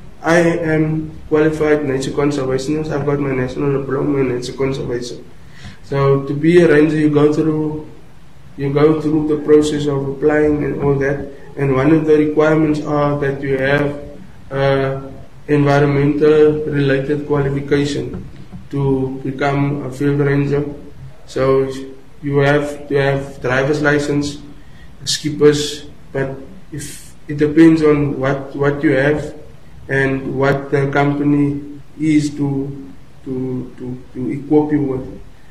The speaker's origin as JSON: {"language": "English", "region": "Western Cape", "country": "South Africa", "said": "I'm from Goedgevaag. It's a town near Pieketburg. It's close to Langebaan. I'm not from Langebaan. It's close to Langebaan, but there it's also unknown. I'm not from a city"}